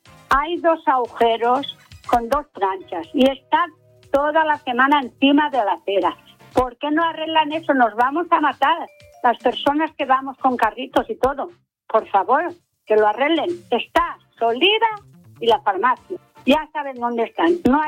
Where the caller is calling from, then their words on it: Gandia, Valencian Community, Spain; Buenos días, soy una señora del Grau de Gandía.